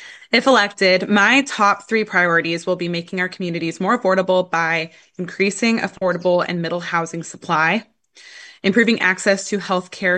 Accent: Sequim, Washington, United States; So I grew up in Sequim as the daughter of 2 public school teachers, and this community has shaped who I am.

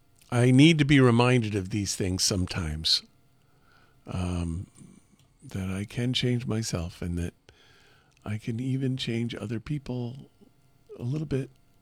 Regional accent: Woodstock, New York, United States; I grew up in Woodstock. And we're driving up Vandale Road where I grew up.

